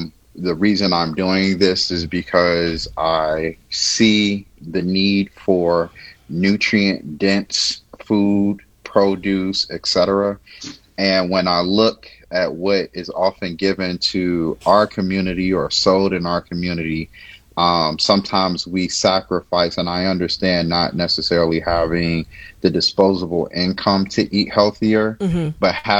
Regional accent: Chicago, Illinois, United States; now in Colorado, United States; he probably knows me from Chicago. I'm from the South Side. Jeffrey Manor, stand up.

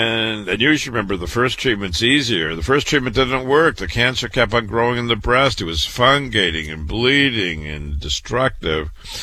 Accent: Waterloo, Iowa, United States; I was born and raised in Waterloo, Iowa.

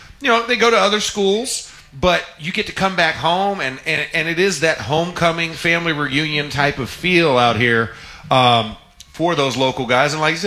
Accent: Florida, United States; I'm from Florida. I went to University of Florida. Florida State was another school that I looked at.

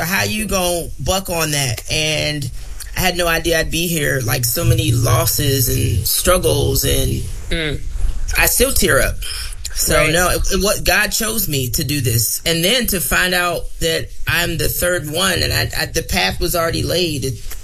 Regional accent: Virginia, United States; born there; And even as I'm a military brat. I was born here in Virginia, didn't grow up here.

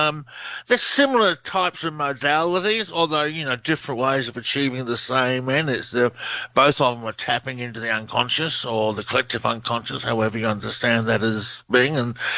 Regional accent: Australia; Right in an area of the country called the Oregon Outback, which I thought was quite ironic because I'm from the Outback.

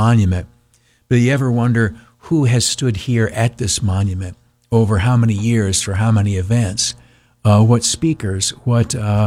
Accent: New York, United States; now in Syracuse, United States; Syracuse, I grew up in the Southern Tier. I've had privilege of working here now for 15 years, and I count myself blessed in that. But I'm not a son of your soil. I'm a newcomer, a visitor, if you will.

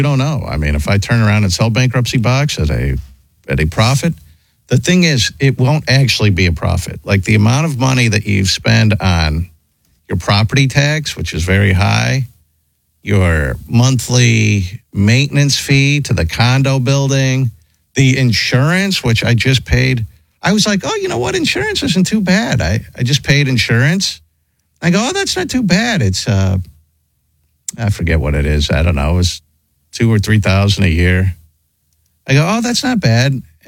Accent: Santa Rosa, New Mexico, United States; My hometown alone is the number one swimming town. The number one swimming town. How do you get to be the number one swimming town?

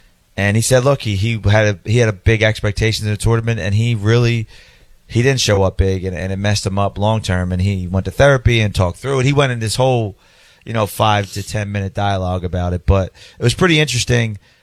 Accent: Philadelphia, Pennsylvania, United States; where I grew up in Fishtown, it was a big movement.

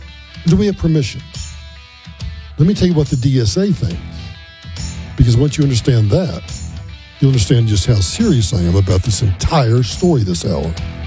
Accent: Colorado, United States; Let me bring it home to my home state of Colorado.

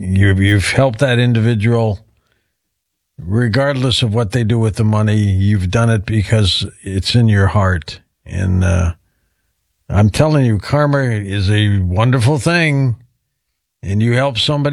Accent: Detroit, Michigan, United States; That's my hometown.

